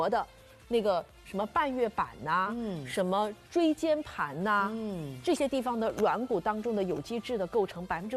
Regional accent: China; 他们的这个户外运动比我们 东就比我们中国人比我们亚洲人真的是多很多

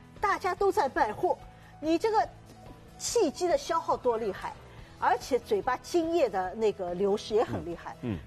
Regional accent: China; 我们中国人

